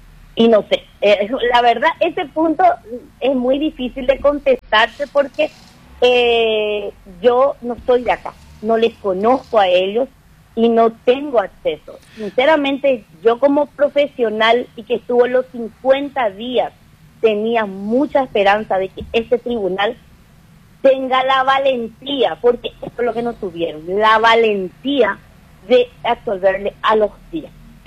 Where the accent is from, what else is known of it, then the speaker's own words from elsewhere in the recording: Asunción, Paraguay; yo no soy de acá. Yo vengo de Asunción.